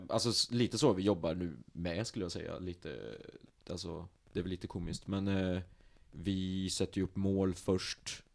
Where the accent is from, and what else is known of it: Arvika, Värmland, Sweden